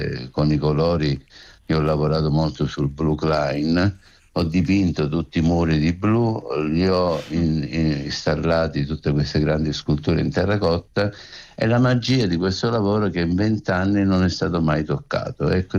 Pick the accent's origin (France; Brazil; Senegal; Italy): Italy; Sicily; io da siciliano